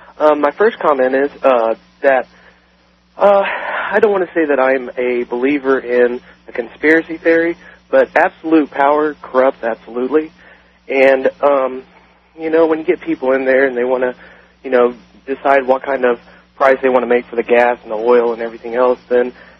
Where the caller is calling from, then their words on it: Shelbyville, Indiana, United States; calling from Shelbyville, Indiana.